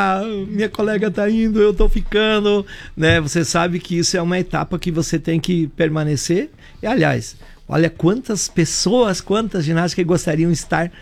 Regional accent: Nova Itaberaba, Santa Catarina, Brazil; born there; eu nasci em Nova Itaberaba, fui estudar num colégio de freiras.

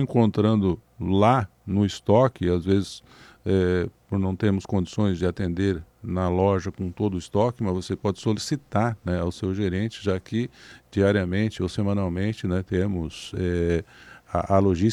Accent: Turvo, Santa Catarina, Brazil; talvez a comunidade pioneira mais antiga aqui de Turvo Região, também a minha terra natal, né, Turvo Baixo.

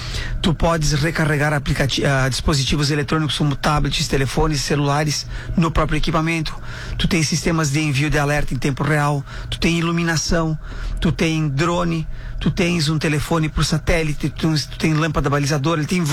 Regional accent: Guaporé, Rio Grande do Sul, Brazil; Nós somos de Guaporé

